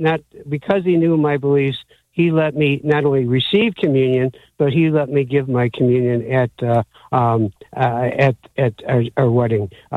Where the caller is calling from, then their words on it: Mokena, Illinois, United States; Hi, yeah, this is … from Mokena. I'm a Lutheran by education, and not okay. Because I was raised a Lutheran.